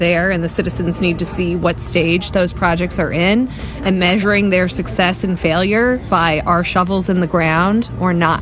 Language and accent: English; St. Matthews, Kentucky, United States; I grew up in St. Matthews, which is also part of the district.